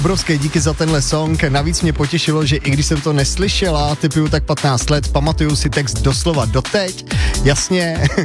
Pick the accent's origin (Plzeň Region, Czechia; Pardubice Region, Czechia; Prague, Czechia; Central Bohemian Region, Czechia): Plzeň Region, Czechia; Plzeň; já jsem Plzeňák, u nás byl v mý době divoký západ